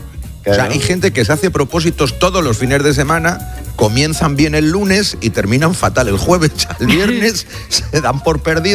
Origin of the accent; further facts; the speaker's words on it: Madrid, Community of Madrid, Spain; en Madrid lo bordamos